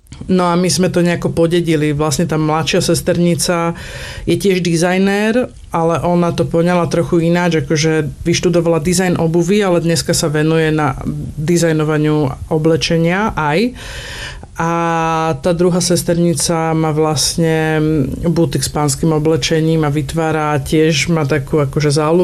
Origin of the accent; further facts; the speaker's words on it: Bratislava, Bratislava Region, Slovakia; som vyrastala v Bratislave v 90. rokoch